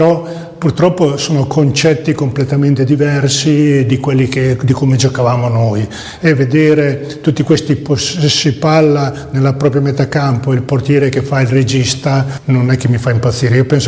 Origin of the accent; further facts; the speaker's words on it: San Marino; sono di San Marino